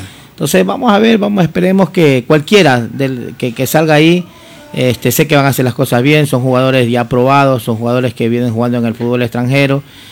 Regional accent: Ecuador; todos los que somos ecuatorianos

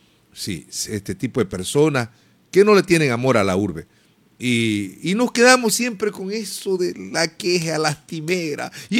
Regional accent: Esmeraldas, Ecuador; born there; yo nací aquí, como la mayoría de los que vivimos.

